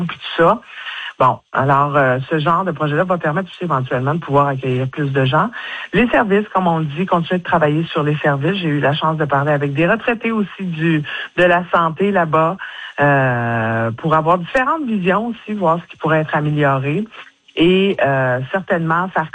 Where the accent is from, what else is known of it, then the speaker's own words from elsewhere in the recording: Quebec, Canada; Moi, je viens de la Côte-Nord.